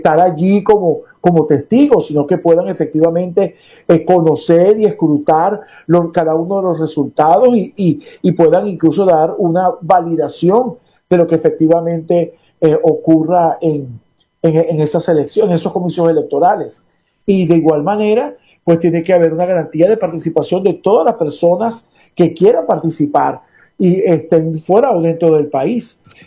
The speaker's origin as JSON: {"language": "Spanish", "country": "Venezuela", "said": "El gran reto para nosotros como venezolanos es que nuestra sociedad y nuestros poderes públicos realmente comiencen a trabajar de manera democrática"}